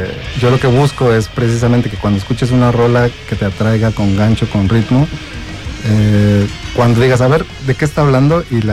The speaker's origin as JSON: {"language": "Spanish", "region": "Mexico City", "country": "Mexico", "moved": "yes", "lives_now": "Querétaro, Mexico", "said": "yo soy de Ciudad de México"}